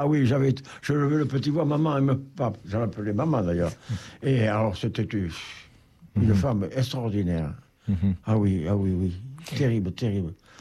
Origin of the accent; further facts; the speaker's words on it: Les Sables-d'Olonne, Pays de la Loire, France; born there; Je suis né au Sable-d'Olonne, mais je suis arrivé à 2 ans.